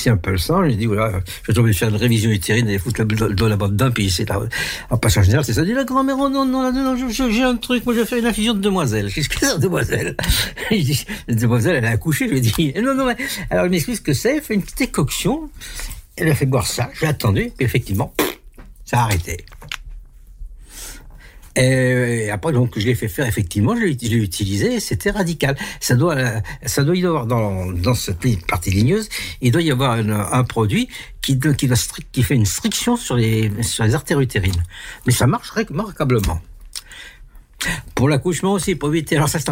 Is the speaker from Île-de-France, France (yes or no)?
no; Auvergne-Rhône-Alpes, France; born there; also born or lived in Bourg-de-Thizy, Haut-Beaujolais; Je suis né dans le Haut-Beaujolais, d'un petit bled qui s'appelle Bourg de Thésy, qui est pas très loin du, qui est entre Lyon et Roanne. J'en suis parti très petit, très jeune, et je suis mes parents qui étaient enseignants primaires. S'étaient installés dans la banlieue lyonnaise